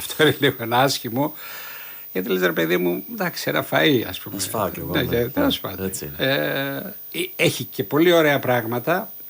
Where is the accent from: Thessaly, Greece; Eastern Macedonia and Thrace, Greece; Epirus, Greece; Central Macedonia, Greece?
Thessaly, Greece; Zagora; Από τα μέρη μου.